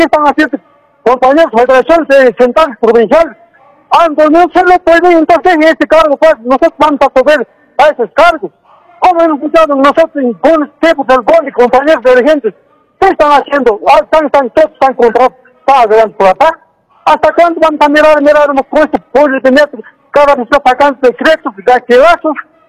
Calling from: Tapacarí, Cochabamba, Bolivia; Yo como Cochabamba, yo soy tapacarín.

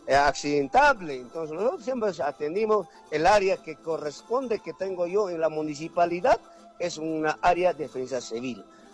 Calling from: Mara district, Cotabambas province, Apurímac, Peru; mi pueblo, distrito de Mara, en la provincia de Cotabambas

